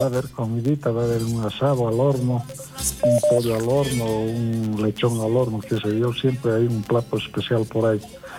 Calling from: Bolivia

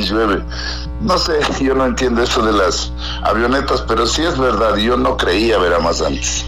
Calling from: Latacunga, Cotopaxi, Ecuador; yo vivo al nororiente de la Tacunga

